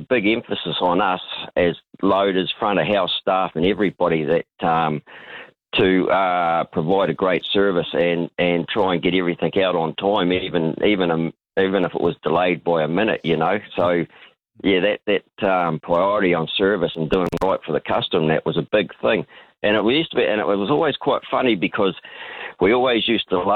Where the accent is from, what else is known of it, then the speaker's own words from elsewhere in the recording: New Zealand; well, hey, I'm a Kiwi and that's my national airline.